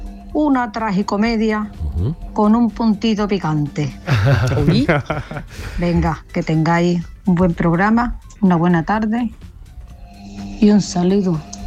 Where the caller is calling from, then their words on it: El Puerto de Santa María, Andalusia, Spain; desde el puerto de Santa María.